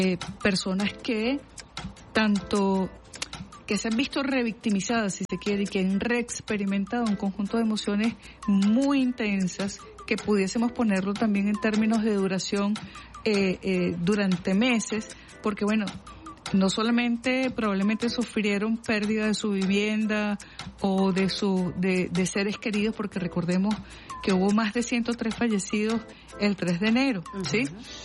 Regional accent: Venezuela; como venezolanas y venezolanos, caribeñas, caribeños

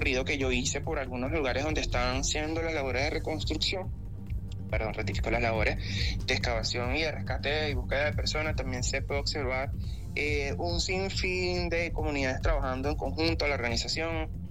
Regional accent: Venezuela; esa hermandad que nos caracteriza como venezolanos

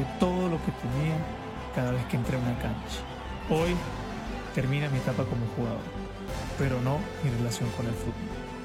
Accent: Venezuela; desde distintos lugares, sobre todo desde Venezuela. Nunca me tomé la ligera el privilegio de representar de donde vengo.

